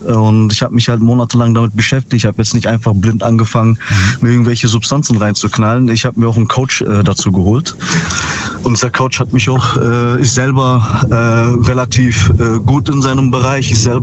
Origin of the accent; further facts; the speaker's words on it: Ravensburg, Baden-Württemberg, Germany; Aus Ravensburg.